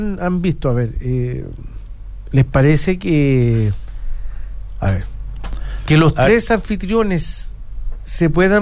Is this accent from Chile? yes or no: yes; Chile; Los chilenos votamos